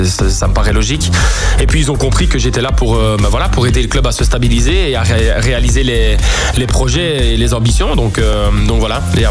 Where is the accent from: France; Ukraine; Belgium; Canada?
Belgium; Wallonia; Et en tant que Wallon, te faire accepter chez les Flamands...